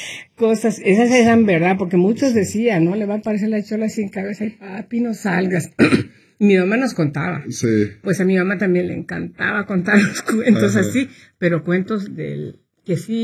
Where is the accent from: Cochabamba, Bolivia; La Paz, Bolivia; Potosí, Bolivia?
Cochabamba, Bolivia; Yo soy de Bolivia, Cochabamba, mi ciudad